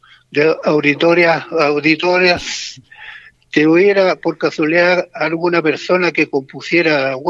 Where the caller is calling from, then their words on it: Chile; De aquí, de la Villa Jardín